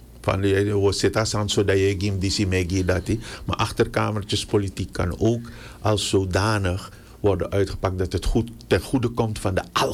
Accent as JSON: {"language": "Dutch", "region": "Paramaribo", "country": "Suriname", "tie": "born or raised there", "said": "Tourtonne Noord, geboren getogen Maretretteman. Ik ben een Noorderling. Ik ben geboren aan de Citruslaan nummer 27."}